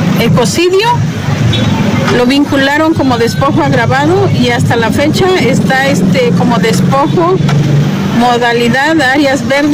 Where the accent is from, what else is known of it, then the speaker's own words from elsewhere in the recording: Motozintla, Chiapas, Mexico; soy originaria de Motocintla.